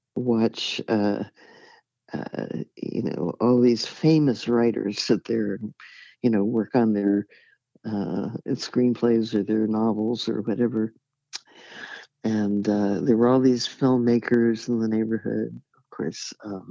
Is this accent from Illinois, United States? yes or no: no; San Francisco, California, United States; I grew up in North Beach.